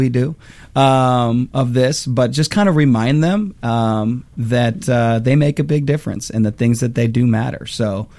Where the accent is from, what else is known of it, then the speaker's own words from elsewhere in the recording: West Coast, United States; But I'm from West Coast